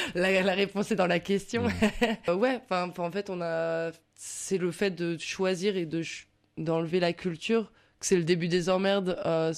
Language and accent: French; Pays de la Loire, France; je viens du Maine-et-Loire.